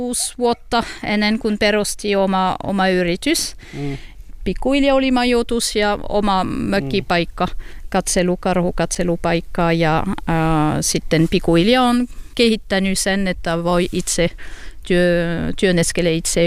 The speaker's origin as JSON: {"language": "Finnish", "country": "France", "second_language": "Finnish", "lives_now": "Finland", "said": "Olen ranskalainen. On tullut tällä kylälle 2001."}